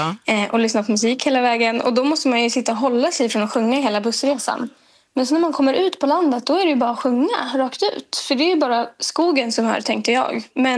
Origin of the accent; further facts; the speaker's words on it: Uppsala County, Sweden; Så jag är från Uppsala, utanför Uppsala.